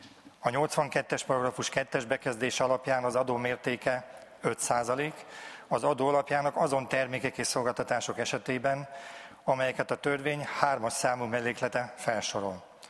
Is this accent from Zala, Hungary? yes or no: yes; Gelléháza, Zala, Hungary; Egy Zala megyei faluban, Gelléházán nőttem fel.